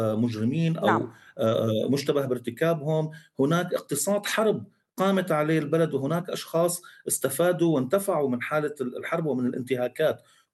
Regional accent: Syria; مسؤوليتنا نحن كسوريين

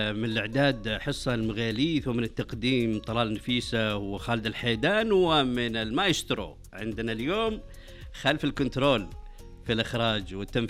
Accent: Riyadh, Riyadh Province, Saudi Arabia; عندنا في الرياض شديد البرودة يا صاحبي

